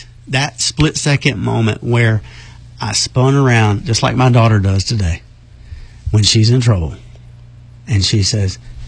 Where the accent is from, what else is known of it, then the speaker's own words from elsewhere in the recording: the South, United States; a lot of us that, you know, were born and raised in the Bible Belt